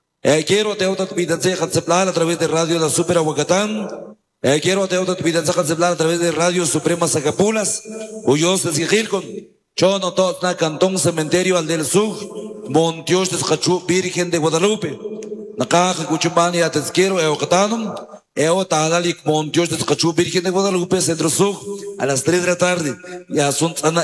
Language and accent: Spanish; Aguacatán, Huehuetenango, Guatemala; saludar a nuestros hermanos en nuestro dialecto aguacateco